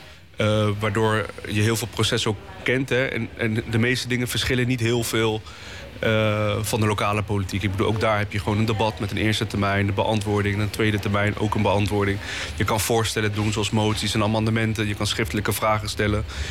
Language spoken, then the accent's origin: Dutch; Leidschendam-Voorburg, South Holland, Netherlands; also born or lived in Tunis; Van Leidschendam-Voorburg is mijn thuis, daar ben ik opgegroeid.